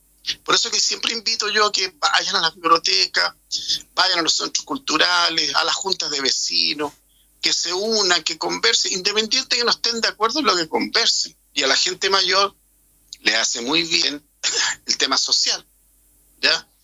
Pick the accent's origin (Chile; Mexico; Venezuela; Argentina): Chile; Chillán, Ñuble; born there; yo soy de Chillán para el campo, yo nací en el campo y nací con una partera.